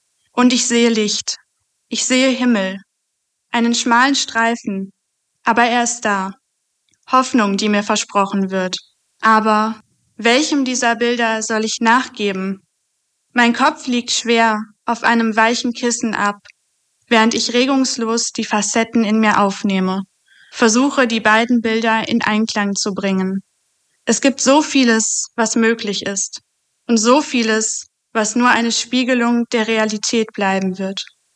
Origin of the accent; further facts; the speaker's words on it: Essen, North Rhine-Westphalia, Germany; Ich komme aus Essen und bin 20 Jahre alt.